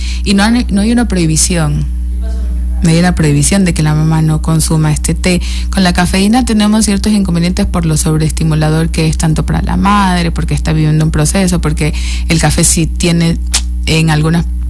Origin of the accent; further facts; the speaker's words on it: Esmeraldas, Ecuador; moved away; Yo soy de Esmeraldas. En mi tierra se da mucha agua de coco a una posparto.